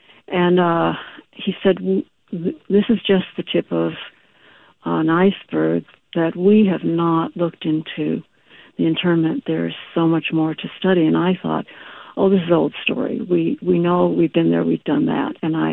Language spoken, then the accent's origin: English; Los Angeles, California, United States; his work and his presence was always a part of my family life as I grew up in Los Angeles.